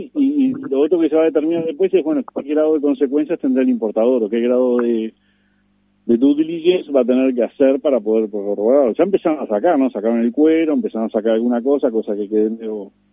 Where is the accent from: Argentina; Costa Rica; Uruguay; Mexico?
Uruguay; nosotros como uruguayos